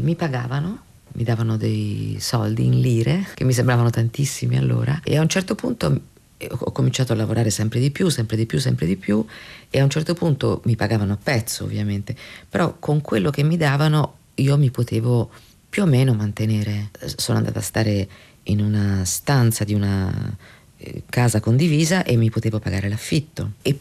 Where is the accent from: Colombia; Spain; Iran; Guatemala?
Spain; now in Italy